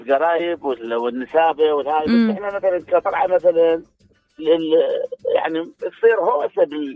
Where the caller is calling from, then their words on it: Hamza al-Gharbi, Al-Qadisiyyah Governorate, Iraq; أنا من الحمزة من حمزة الغرب.